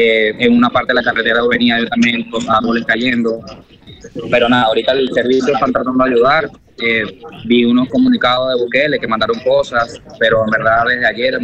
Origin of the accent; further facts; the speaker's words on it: Barquisimeto, Lara, Venezuela; yo llegué a mi ciudad de Barquisimeto.